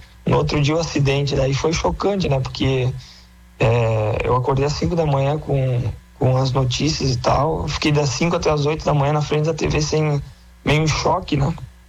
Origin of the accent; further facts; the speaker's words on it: Jacutinga, Rio Grande do Sul, Brazil; eu sou gaúcho de Erechim, uma cidade do lado de Jacutinga, na verdade, né? Uma cidade do lado de Erechim.